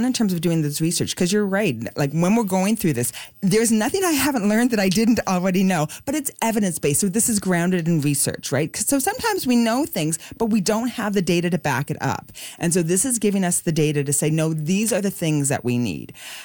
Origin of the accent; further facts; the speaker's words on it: Corner Brook, Newfoundland and Labrador, Canada; moved away as an adult; I'm from Corner Brook, I was raised here and came back after my training.